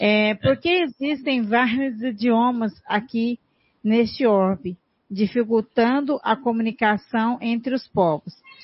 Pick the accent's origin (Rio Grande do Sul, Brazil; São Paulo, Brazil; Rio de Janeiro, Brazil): Rio de Janeiro, Brazil; sou do Rio de Janeiro.